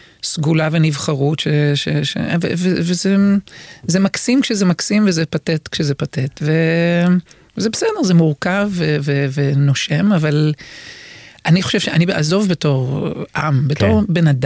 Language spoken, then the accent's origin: Hebrew; Jerusalem, Jerusalem District, Israel; מירושלים.